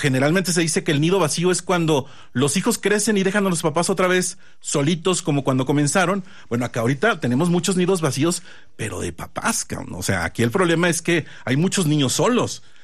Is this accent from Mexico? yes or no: yes; Saltillo, Coahuila, Mexico; nosotros venimos de Saltillo.